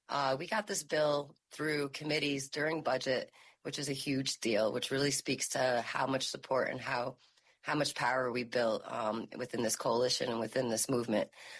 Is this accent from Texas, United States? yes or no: no; Albany, New York, United States; Like I said, I'm myself in Albany